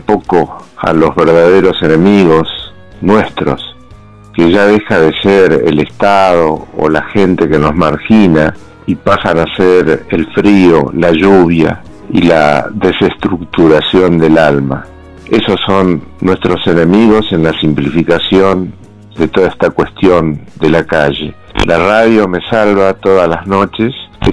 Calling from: Santa Fe, Argentina; de Santa Fe.

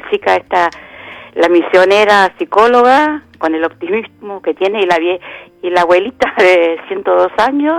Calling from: Buenos Aires, Argentina; soy de La Paternal

